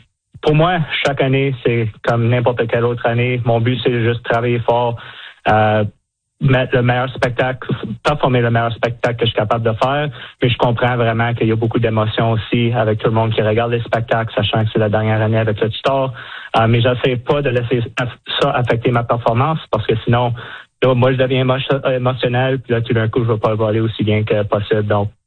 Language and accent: French; Saguenay, Quebec, Canada; also born or lived in Greenwood / Angus; Je suis originaire de Saguenay, Québec. Mon père était militaire, par contre. Fait que j'ai passé 7 ans à Québec, un autre 7 ans en Greenwood, en Nouvelle-Écosse. Puis après ça, en Angus, en Ontario.